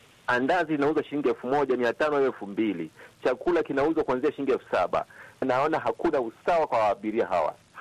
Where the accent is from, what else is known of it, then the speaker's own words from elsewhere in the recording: Nzega, Tabora, Tanzania; natokea Nzega, Tabora, Tanzania.